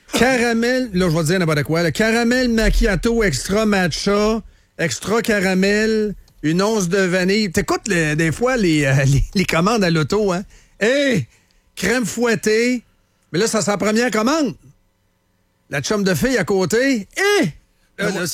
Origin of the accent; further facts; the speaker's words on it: Shawinigan, Quebec, Canada; Canadien, vous connaissez l'histoire. Je viens de Shawinigan, mais vous autres, vous êtes